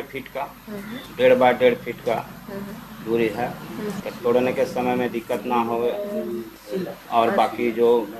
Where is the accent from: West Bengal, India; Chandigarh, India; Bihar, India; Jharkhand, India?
Jharkhand, India; Hazaribagh district; गांव आमनारी के।